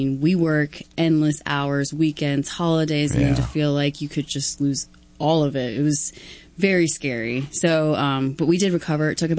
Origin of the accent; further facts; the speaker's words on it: Marietta, Ohio, United States; I grew Cleveland? Up in Marietta, Ohio.